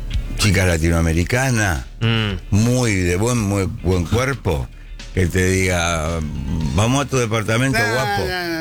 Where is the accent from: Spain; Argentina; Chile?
Argentina; No me importa nada, yo soy argentino. Somos campeones del mundo.